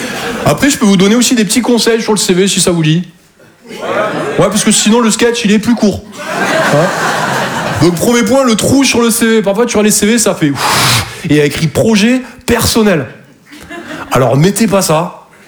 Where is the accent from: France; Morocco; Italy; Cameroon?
France; Toulouse, Occitanie; moved away; je viens de Toulouse à la base.